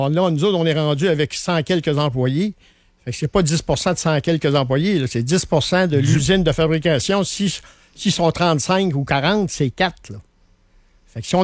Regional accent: Quebec, Canada; On est québécois, puis là, on s'en va vers les autres provinces.

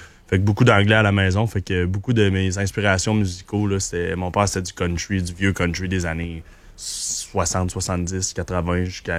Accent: Quebec City, Quebec, Canada; also born or lived in Winnipeg; J'ai grandi à Québec, là. C'est ça, je suis à Sainte-Foy, en fait, depuis que j'ai 2 ans.

